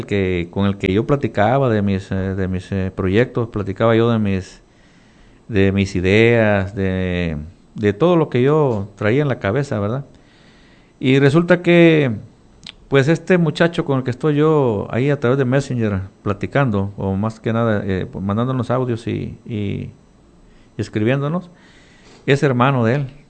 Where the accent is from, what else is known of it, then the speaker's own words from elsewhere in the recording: Honduras; born there; Como muchos saben, soy nacido en Honduras.